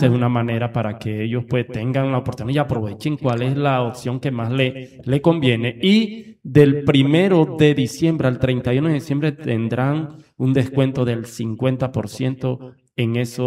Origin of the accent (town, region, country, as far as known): San Juan del Cesar, La Guajira, Colombia